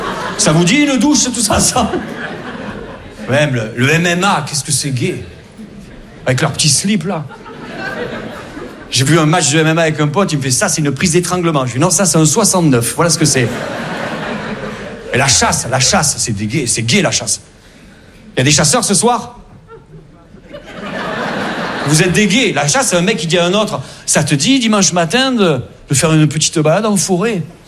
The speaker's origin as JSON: {"language": "French", "town": "Perpignan", "region": "Occitanie", "country": "France", "said": "Moi je viens de Perpignan."}